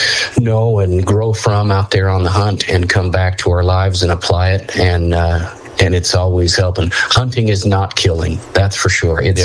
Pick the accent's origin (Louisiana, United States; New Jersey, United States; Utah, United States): Utah, United States; born there; my home state here in Utah in the West.